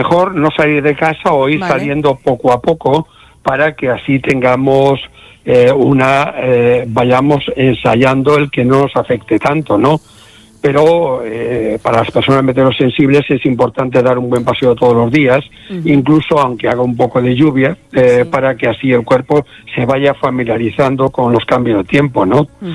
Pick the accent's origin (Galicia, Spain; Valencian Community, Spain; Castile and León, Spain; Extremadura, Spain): Galicia, Spain; Como buen gallego voy allí.